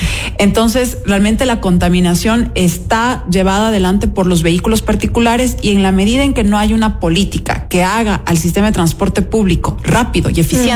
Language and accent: Spanish; Quito, Pichincha, Ecuador; como quiteños y quiteñas